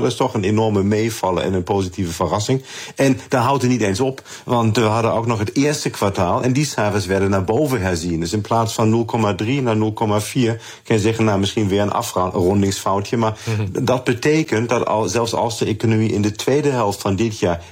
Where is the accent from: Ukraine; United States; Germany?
Germany; Klinkt gek als een Duitser dat zegt